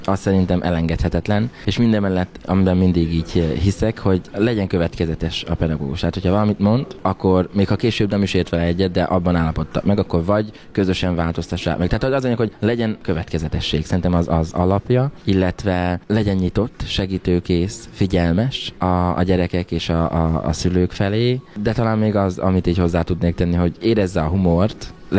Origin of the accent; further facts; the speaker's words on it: Kápolna, Heves, Hungary; Én Heves megyében, Kápolnán nőttem fel, egy zenész cigány családban, egy 7 gyermekes családban, én vagyok a 7.